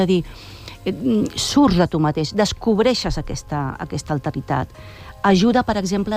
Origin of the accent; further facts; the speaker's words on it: L'Hospitalet de Llobregat, Catalonia, Spain; També de l'Hospitalet, és que jo soc molt de l'Hospitalet, també.